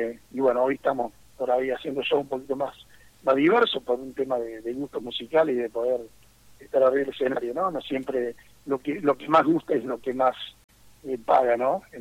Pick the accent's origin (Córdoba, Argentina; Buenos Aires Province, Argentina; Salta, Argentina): Córdoba, Argentina; Río Tercero; en esta ciudad, sobre todo, que tanto quiero, en la que soy nativo